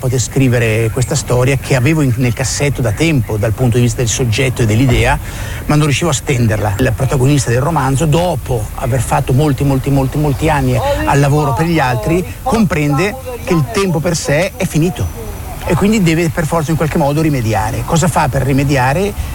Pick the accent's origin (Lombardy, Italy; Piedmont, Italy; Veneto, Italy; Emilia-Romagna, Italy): Lombardy, Italy; Bergamo; Io sono un bergamasco puro sangue, adoro la mia città